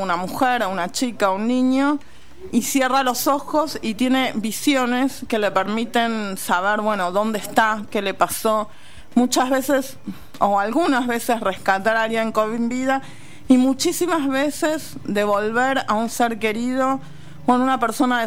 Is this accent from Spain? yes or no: no; Argentina; yo nací en Argentina en 1978